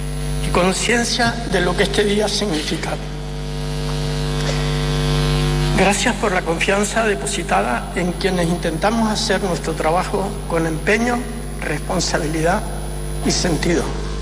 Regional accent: Santa Cruz de Tenerife, Canary Islands, Spain; Nací en la calle del Sol, aquí en Santa Cruz. Me crié en el Médano, como todos los niños, haciendo castillos en la arena.

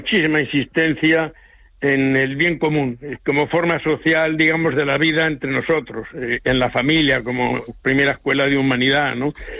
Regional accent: Spain; no solo tienen validez para nosotros como españoles

